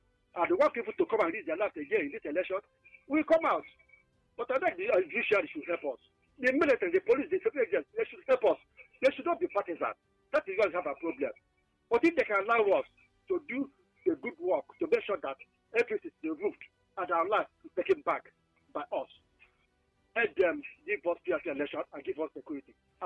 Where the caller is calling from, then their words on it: Anambra, Nigeria; I come from Bunker in Anambra State.